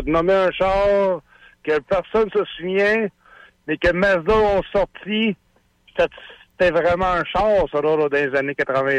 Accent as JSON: {"language": "French", "region": "Quebec", "country": "Canada", "said": "moi, je viens de la Beauce."}